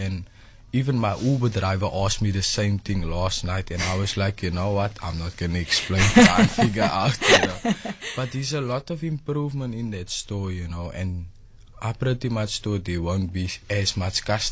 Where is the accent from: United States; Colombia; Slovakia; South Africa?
South Africa; Cape Town, Western Cape; born there; I was born in District 6. I was born in District 6.